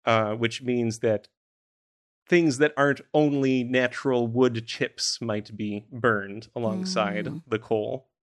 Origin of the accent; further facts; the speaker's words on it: New York, United States; but in my home state of New York, the Phragmites are another invasive species